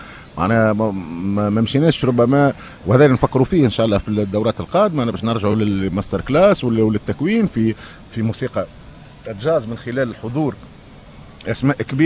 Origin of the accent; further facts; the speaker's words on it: Tunisia; دونك حبينا نعملوا التوليفه هذه بين احسن ما عندنا في تونس او من افضل ما عندنا في تونس